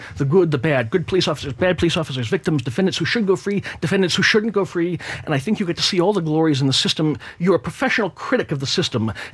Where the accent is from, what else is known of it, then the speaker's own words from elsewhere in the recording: Linfield, United States; So I'm born and raised in Linfield. I grew up here. I was homeschooled.